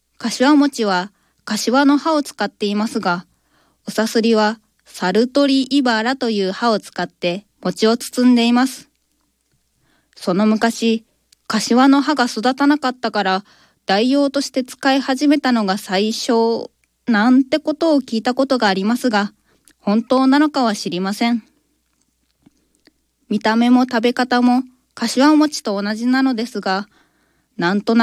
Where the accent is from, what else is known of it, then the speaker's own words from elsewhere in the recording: Mie, Japan; moved away as an adult; now in Ishikawa, Japan; 私の出身である三重県では